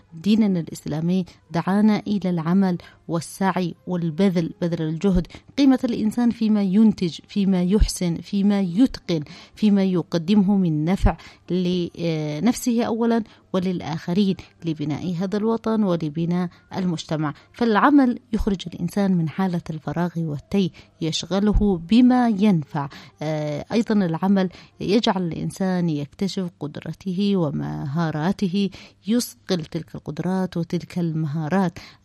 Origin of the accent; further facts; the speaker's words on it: Yemen; بلادنا اليمن